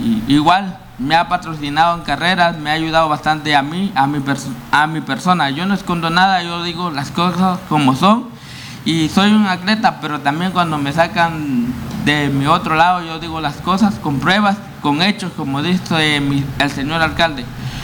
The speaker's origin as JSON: {"language": "Spanish", "region": "Petén", "country": "Guatemala", "tie": "born or raised there", "also_born_or_lived": "Antigua Guatemala, Sacatepéquez", "said": "Es nacido en Antigua Guatemala, por destino de la vida me vine a crecer aquí a las tierras peteneras"}